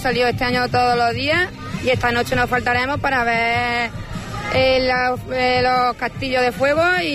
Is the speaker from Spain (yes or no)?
yes; Linares, Andalusia, Spain; Bueno, yo sí soy de Linares, ella de Granada.